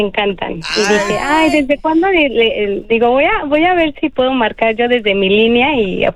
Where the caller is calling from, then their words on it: Pachuca, Hidalgo, Mexico; Soy mexicana, soy de Hidalgo, Pachuca, ajá. Hidalgo.